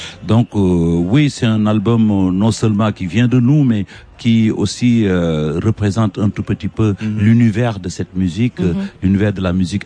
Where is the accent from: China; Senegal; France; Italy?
Senegal; je suis un Sénégalais, fier de l'être.